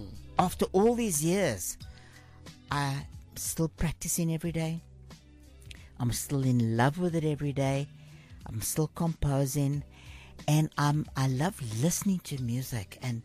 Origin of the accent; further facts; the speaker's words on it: South Africa; my father was an Italian chef. He, bless his spirit, he lives in Italy still. I was born in South Africa. But hence the name … But I grew up here. I feel South African, very connected to this place.